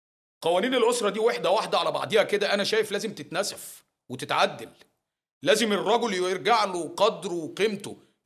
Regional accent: Egypt

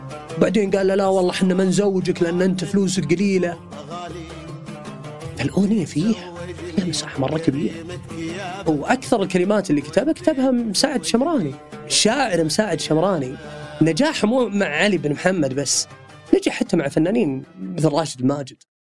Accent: Saudi Arabia; عندنا في السعودية

